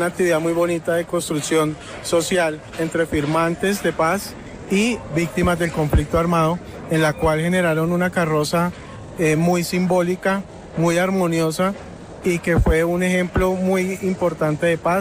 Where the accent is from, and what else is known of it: Colombia